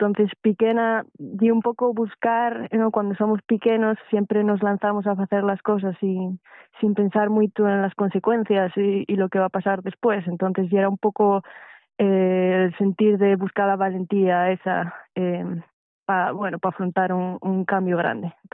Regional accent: Corias, Asturias, Spain; born there; also born or lived in Xedré, Cangas del Narcea; yo nací en Corias, tengo que decirlo para que nadie se me enfade, y fue cuando yo pasaba para el instituto que nos mudamos para Xedré. Mi padre ya es original de Xedré y siempre tuvo la espinina esa en él, que siempre quiso volver para la su casa.

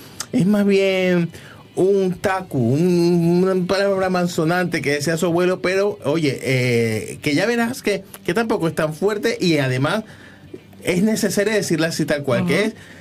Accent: Spain; Y no pasa nada, somos todos españoles.

